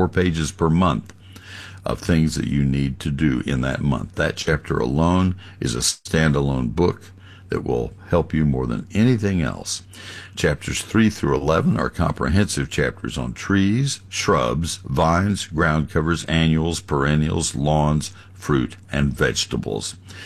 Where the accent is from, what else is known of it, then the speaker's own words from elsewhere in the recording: College Station, Texas, United States; I grew up in College Station.